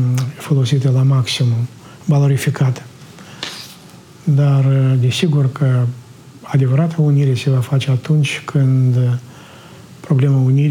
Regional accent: Moldova; o numim aici în Moldova, numim limba asta moldovenească

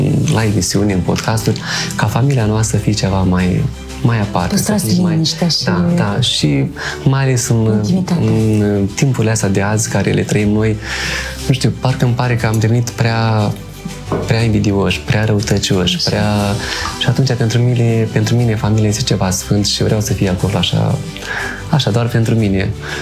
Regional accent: Chișcăreni, Sîngerei District, Moldova; born there; sunt cetățean de onoare a satului unde m-am născut, satul meu natal, Chișcărei.

